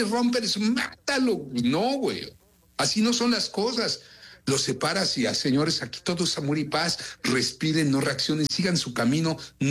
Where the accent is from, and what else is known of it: Mexico